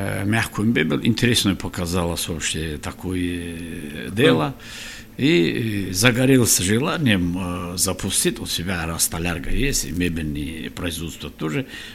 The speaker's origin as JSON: {"language": "Russian", "town": "Kharbuk", "region": "Dagestan", "country": "Russia", "tie": "born or raised there", "said": "Мы харбукцы, я родом из Харбука."}